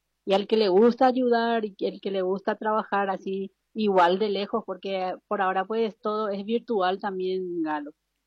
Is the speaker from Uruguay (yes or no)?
no; Paraguay; now in Spain; si podemos nosotros gestionar, fundar una asociación como paraguayos, porque no había tampoco mucho en ese tiempo. Desde el 2018 estamos nosotros en España legalmente constituidos.